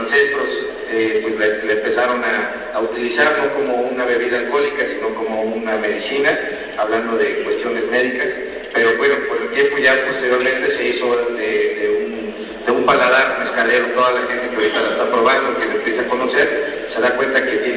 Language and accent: Spanish; Mexico